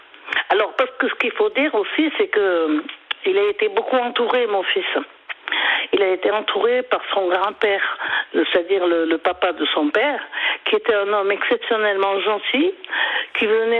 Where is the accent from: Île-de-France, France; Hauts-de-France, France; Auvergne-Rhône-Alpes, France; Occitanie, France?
Auvergne-Rhône-Alpes, France; Lyon; born there; je suis revenue sur Lyon, parce que moi, à l'origine, je suis née à Lyon, pour continuer mes études